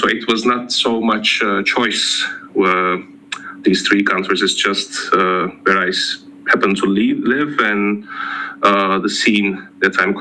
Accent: Ankara, Turkey; also born or lived in Belgrade, Serbia / Switzerland; now in Budapest, Hungary; And I'm from Ankara, Turkey

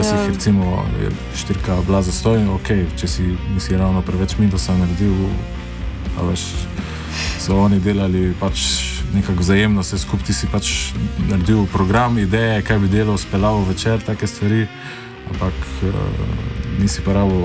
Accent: Maribor, Drava, Slovenia; ko smo iz Maribora

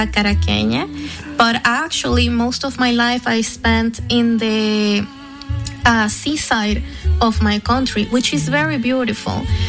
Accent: Caracas, Capital District, Venezuela; and I'm actually from Santiago de León de Caracas, which is the original capital city

